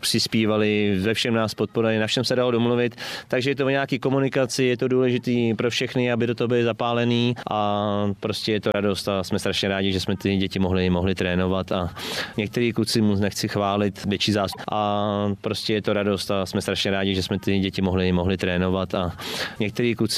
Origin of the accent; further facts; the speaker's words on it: Beroun, Central Bohemian Region, Czechia; Tak začal jsem u nás v Berouně tam trénovat od 5 do 10 let